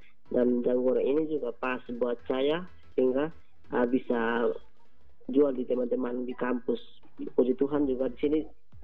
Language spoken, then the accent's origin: Indonesian; East Nusa Tenggara, Indonesia; Saya Timur Tengah Selatan.